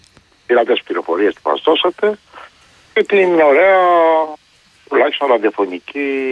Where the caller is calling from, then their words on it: Athens, Attica, Greece; από την Αθήνα.